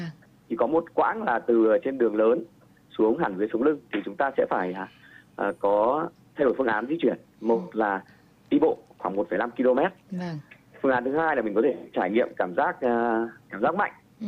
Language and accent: Vietnamese; Ha Giang, Vietnam; Em thì em quê gốc em ở Hà Giang.